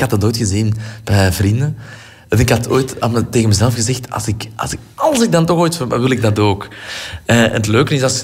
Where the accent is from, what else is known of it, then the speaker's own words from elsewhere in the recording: Antwerp, Flanders, Belgium; Ik kan me niet inbeelden dat ik niks in Antwerpen heb. Ik kom uit Café Den Engel. En ik zie na al die jaren nog altijd die toren staan.